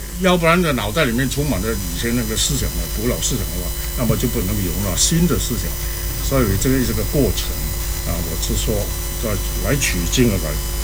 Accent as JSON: {"language": "Chinese", "country": "Malaysia", "tie": "born or raised there", "moved": "yes", "lives_now": "Australia", "said": "我是马来西亚长大的，马来西亚啊，我毕业的那个中学呢叫做尊孔国民型中学"}